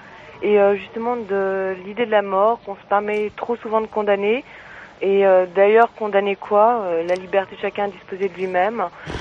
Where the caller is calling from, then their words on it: Paris, Île-de-France, France; 21 ans, Paris 11e.